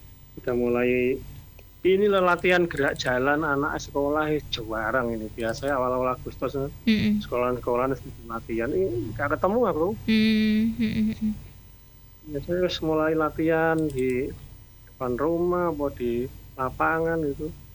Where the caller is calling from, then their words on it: Mojokerto, East Java, Indonesia